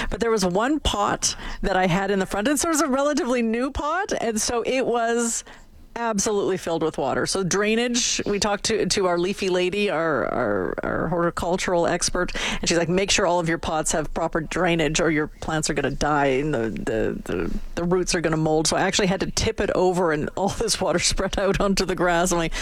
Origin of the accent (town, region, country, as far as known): Saskatchewan, Canada; born there